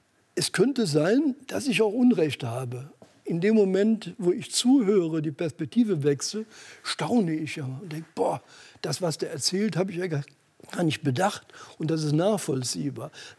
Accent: Mönchengladbach, North Rhine-Westphalia, Germany; born there; now in Cologne, Germany; Ich bin gebürtiger Mönchengladbach und hatte das Glück.

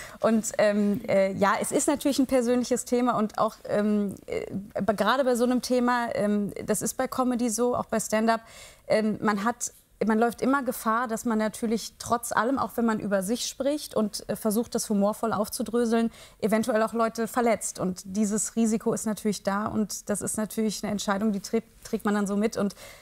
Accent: Heinsberg, North Rhine-Westphalia, Germany

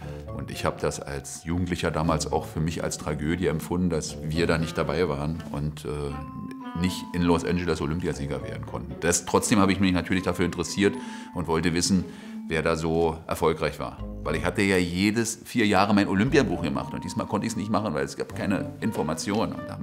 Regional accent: Rangsdorf, Brandenburg, Germany; also born or lived in Zossen; Ich bin geboren in Zossen, das ist ein Örtchen in Brandenburg, bin aber die ganze Zeit in Rangsdorf zu Hause gewesen. Also meine Eltern wohnten dort.

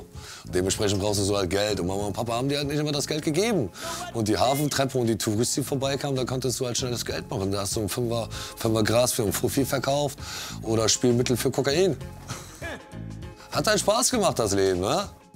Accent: Hamburg, Germany; komme hier aus dem wunderschönen Stadtteil St. Pauli. Also ich bin eher St. Paulianer als Hamburger.

